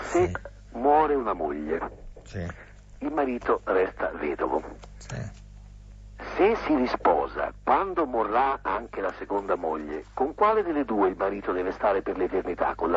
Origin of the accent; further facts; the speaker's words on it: Ancona, Marche, Italy; born there; Io sono nato ad Ancona, però ho ascendenze toscane, fiorentine.